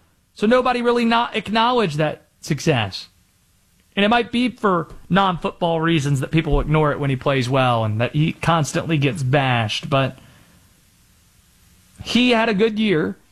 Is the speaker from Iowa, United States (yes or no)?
no; Youngsville, North Carolina, United States; I grew up in Youngsville, right off of Capitol